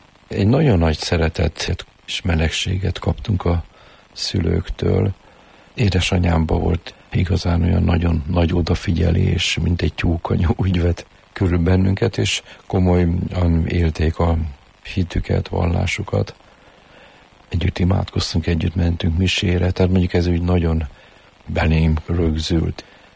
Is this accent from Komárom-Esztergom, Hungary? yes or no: no; Budapest, Hungary; Várban nőttünk föl. Most a vár az egy akkora nagy játszótér